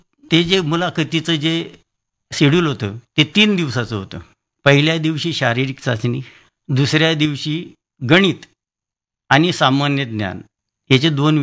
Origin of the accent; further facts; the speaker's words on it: Bidkin, Maharashtra, India; माझं गाव आहे बिडकीन